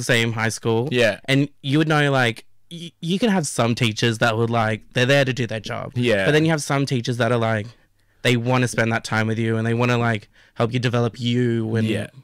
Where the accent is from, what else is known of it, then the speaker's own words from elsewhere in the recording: Sydney, New South Wales, Australia; born there; So I was born in Sydney, down in East Lakes, near Mascot.